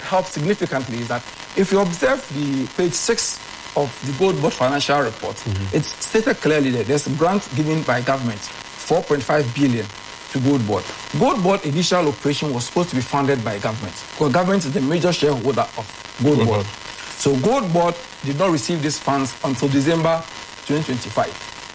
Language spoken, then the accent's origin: English; Upper East, Ghana; I come from the Upper East.